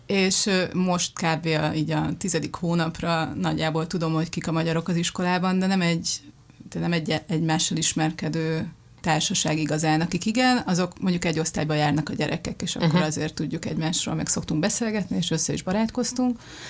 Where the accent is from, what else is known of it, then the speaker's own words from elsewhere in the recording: Hungary; hogy ez ilyen kényszer dolog, hogy együtt kell lennünk, mert magyarok vagyunk.